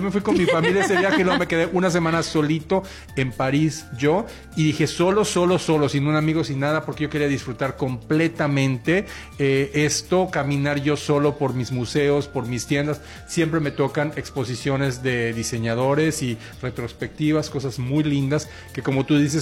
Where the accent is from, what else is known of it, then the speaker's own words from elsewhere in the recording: Mérida, Yucatán, Mexico; parte de Mérida turística, que ahorita parte de Mérida es una cosa espectacular, cada vez está mejor mi tierra.